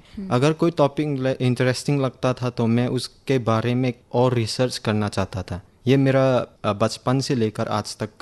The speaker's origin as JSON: {"language": "Hindi", "town": "Haflong", "region": "Assam", "country": "India", "said": "और मैं यही हाफलोंग महादेवतीला शहर का हूँ।"}